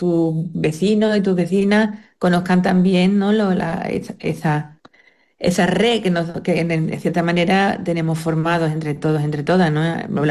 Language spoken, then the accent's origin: Spanish; Jerez de la Frontera, Andalusia, Spain; somos de Jerez